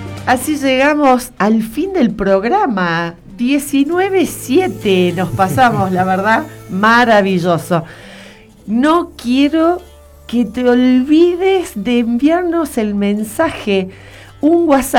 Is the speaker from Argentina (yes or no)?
yes; Argentina; Yo soy argentina, claro, muy orgullosa.